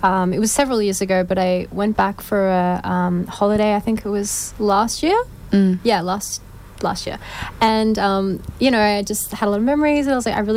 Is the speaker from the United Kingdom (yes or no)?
no; Coolum Beach, Queensland, Australia; also born or lived in Brisbane; I'm from Coolum actually.